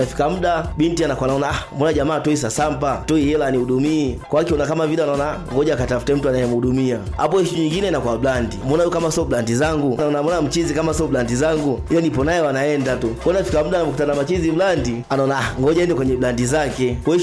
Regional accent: Mbigili, Iringa, Tanzania; Huko maana natokea Mbigili Iringa pale.

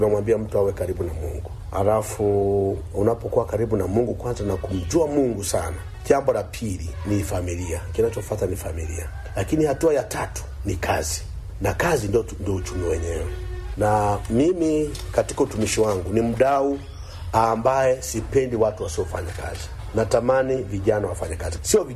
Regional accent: Tanzania; sisi ni Watanzania, na Tanzania yetu ndio Mungu ametupatia.

